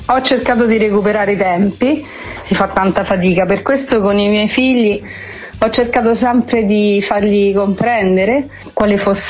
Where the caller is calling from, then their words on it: Rome, Lazio, Italy; chiamo da Roma.